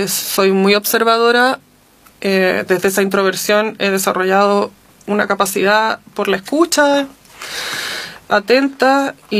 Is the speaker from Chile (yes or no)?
yes; Magallanes and Chilean Antarctica, Chile; moved away; also born or lived in Catamarca, Argentina / Valparaíso Region, Chile; me crié en un territorio polar, donde toda la vida sucede con nieve, con viento, con agua